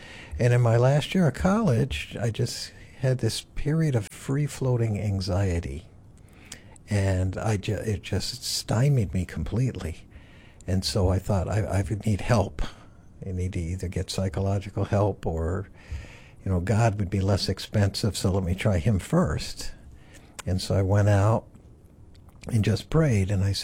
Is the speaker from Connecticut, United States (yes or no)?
yes; Farmington, Connecticut, United States; I grew up in Farmington, Connecticut, which is just west of West Hartford.